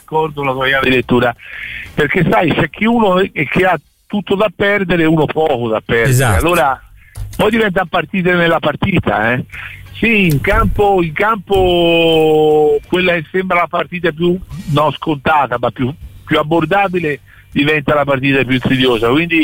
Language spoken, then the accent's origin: Italian; Florence, Tuscany, Italy; io ti dico, da fiorentino che ha lavorato 5 anni a Pisa, Dio, è forte, forte la rivalità, fortissima.